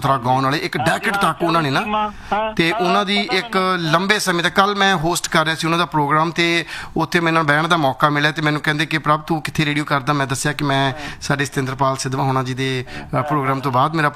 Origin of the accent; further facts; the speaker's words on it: Punjab, India; born there; ਕਈ ਵਾਰੀ ਅਸੀਂ ਹੁਣ ਅਸੀਂ ਪੰਜਾਬ ਦੇ ਜੰਮੇ ਹਾਂ ਸਾਡੇ ਕੋਲ ਉਹ ਪੰਜਾਬੀ ਦੇ ਲਫ਼ਜ਼ ਨਹੀਂ ਹੈਗੇ